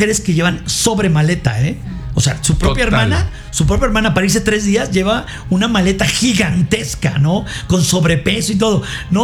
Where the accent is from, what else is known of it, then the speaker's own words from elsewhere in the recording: Mexico; tú puedes hablar como mexicano, en el caso de tu servidor